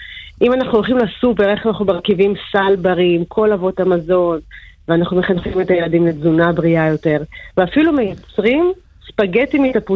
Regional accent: Hadera, Haifa District, Israel; moved away; אני תושבת חדרה לשעבר, גדלתי בחדרה. הייתי בטכנודה בילדותי. והיום סוגרת מעגל ועובדת פה כבר 16 שנים.

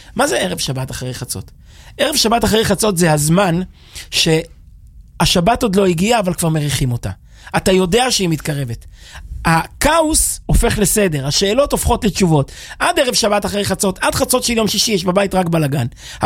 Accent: Kfar Chabad, Central District, Israel; גדלנו בכפר חבד

